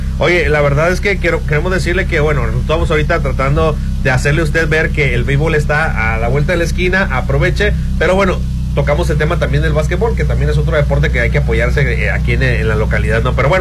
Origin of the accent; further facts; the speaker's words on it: Mazatlán, Sinaloa, Mexico; como casi para decirle yo soy de Mazatlán